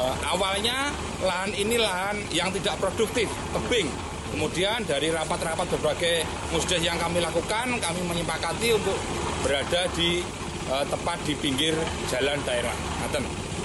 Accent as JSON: {"language": "Indonesian", "country": "Indonesia", "said": "Warga kami, khususnya warga Desa Kerek, menyambut hangat tentang berdirinya KDMP yang berada di Desa Kerek. Kebetulan letaknya di tengah-tengah desa kami."}